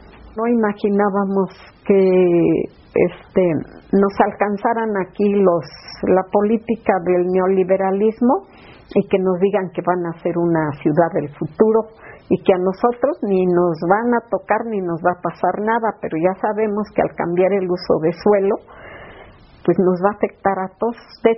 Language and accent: Spanish; Mexico; Porque amamos nuestro país. Porque somos mexicanos y pues debemos de recuperar nuestros derechos